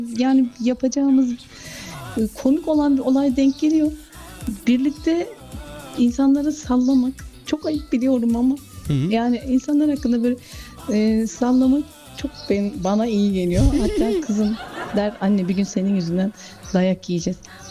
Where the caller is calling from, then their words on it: Denizli, Turkey; ben Denizli'den.